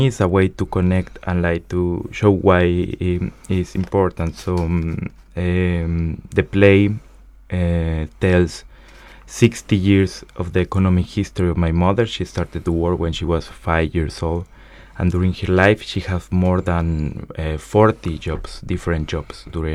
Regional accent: Campeche, Mexico; English is a second language; my hometown, Campeche, that is a state in the south of Mexico with a big story of colonization, of imperialism

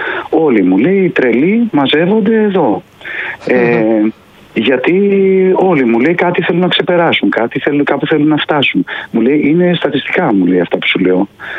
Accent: Athens, Attica, Greece; Όχι, είμαι Αθηναίος. Τους... Είμαι Αθηναίος που πάω στις Κουτσουπιές

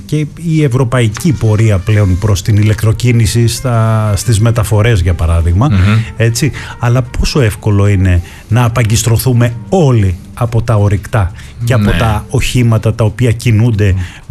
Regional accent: Athens, Attica, Greece; Θυμάμαι και από τα παιδικά μου χρόνια, μεγάλωσα στην Κυψέλη

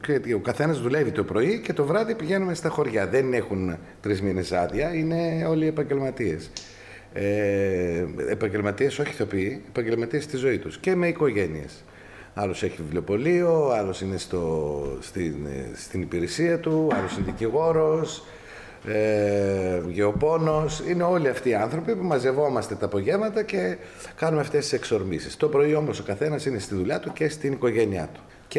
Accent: Eastern Macedonia and Thrace, Greece; accent: Thracian (Arvanite); Απλώς την προφορά την έχουμε φέρει στα μέτρα τα δικά μας, στα Θρακιώτικα, στα Καραγατσιανά πολλές φορές.

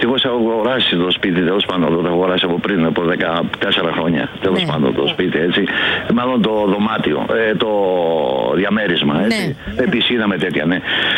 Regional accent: Epirus, Greece; now in Mallorca, Spain; εγώ στην Ήπειρο είμαι και εγώ είμαι από την Ήπειρο, ναι.

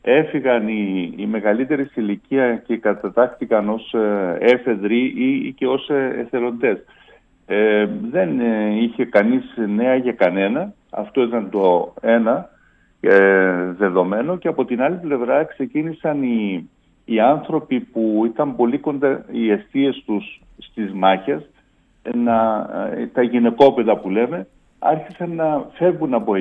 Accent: Nicosia District, Cyprus; Το χωριό μου βρίσκεται 20 χιλιόμετρα νότια της Λευκωσίας, δεν ανήκει δηλαδή στην κατεχόμενη Κύπρο.

